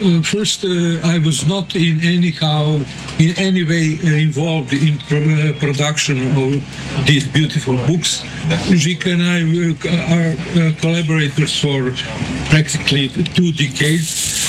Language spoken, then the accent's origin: English; Zemun, Belgrade, Serbia; English is a second language; I was born in Belgrade, but I grew up in Zemun, who is perfect embodiment of the provincial town, quite with the Austro-Hungarian atmosphere, which was totally different than that in Belgrade, who was just across the river.